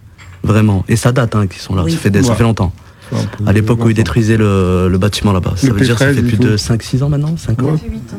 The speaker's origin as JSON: {"language": "French", "town": "Coulounieix-Chamiers", "region": "Nouvelle-Aquitaine", "country": "France", "tie": "born or raised there", "said": "En 94. Je suis né à Coulmiers-Chamiers, au Romain Roland, là où ils ont détruit les bâtiments."}